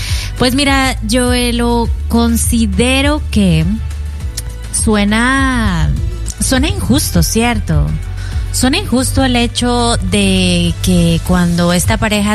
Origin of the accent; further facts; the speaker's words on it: Mexico; te hablo yo como mexicana